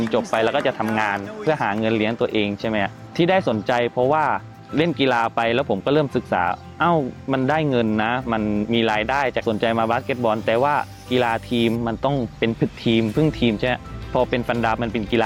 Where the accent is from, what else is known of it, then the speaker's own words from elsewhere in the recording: Chumphon, Thailand; also born or lived in Phetchaburi; ผมเกิดที่เพชรบุรีครับแต่ว่าไปโตที่ชุมพรครับก็เหมือนเป็นคนชุมพรแล้ว